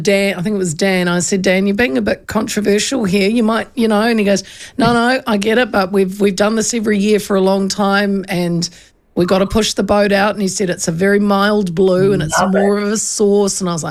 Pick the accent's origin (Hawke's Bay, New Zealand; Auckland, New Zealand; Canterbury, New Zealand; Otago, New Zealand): Hawke's Bay, New Zealand; Hastings; my hometown of Hastings.